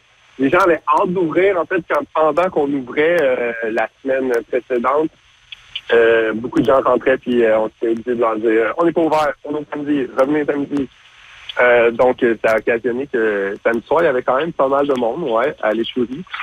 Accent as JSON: {"language": "French", "town": "Montreal", "region": "Quebec", "country": "Canada", "said": "On vient majoritairement de Montréal."}